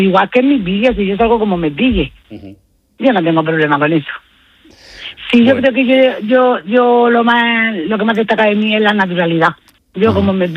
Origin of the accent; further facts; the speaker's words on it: Region of Murcia, Spain; yo soy de Murcia y no hablo con la S